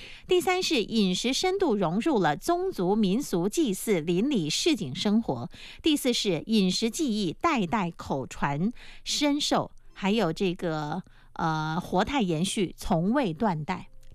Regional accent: Quanzhou, Fujian, China

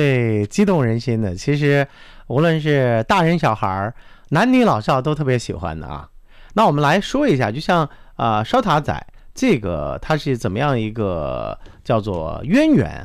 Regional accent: Henan, China; moved away; 我从这边回到我的老家河南

